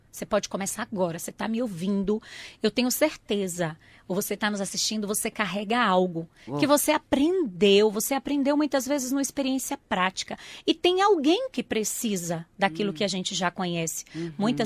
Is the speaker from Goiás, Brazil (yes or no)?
no; João Dourado, Bahia, Brazil; born or raised there